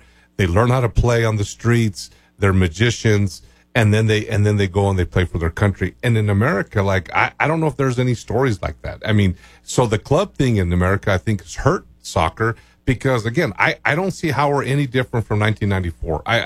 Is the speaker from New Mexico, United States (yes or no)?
yes; Chama, New Mexico, United States; I hate to say it's growing up in Chama